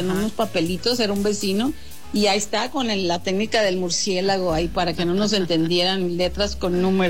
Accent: Culiacán, Sinaloa, Mexico; No, yo en mi época, yo soy de Culiacán.

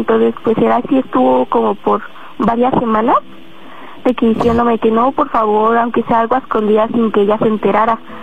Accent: State of Mexico, Mexico; Tengo 13 años y soy del Estado de México.

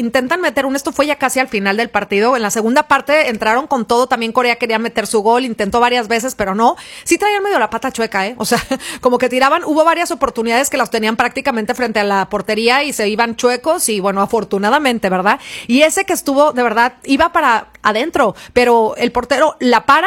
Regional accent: Mexico; lo bonito es lo que somos y quiénes somos los mexicanos

